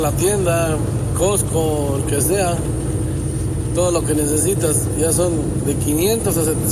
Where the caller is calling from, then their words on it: Mexico; Ya gracias a Dios en México tengo casa propia.